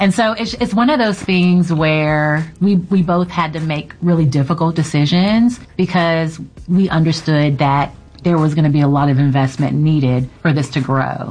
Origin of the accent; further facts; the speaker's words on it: Houston, Texas, United States; I'm actually from Houston, so I grew up listening to you.